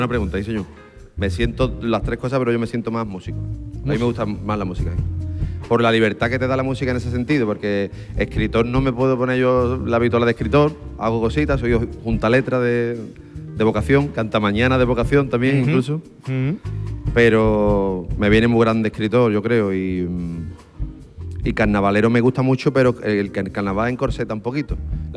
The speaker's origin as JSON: {"language": "Spanish", "town": "Isla Cristina", "region": "Andalusia", "country": "Spain", "tie": "born or raised there", "also_born_or_lived": "Mérida", "said": "Es que yo me he criado en Huelva, en Isla Cristina."}